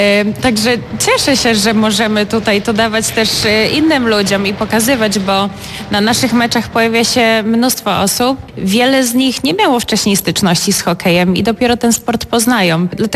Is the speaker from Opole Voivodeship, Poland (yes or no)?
yes; Opole, Opole Voivodeship, Poland; Ja jestem rodowitą Opolanką